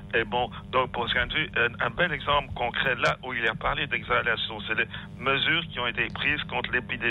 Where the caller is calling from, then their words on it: Belgium; Moi, je viens de la Belgique, donc je vais donner un exemple.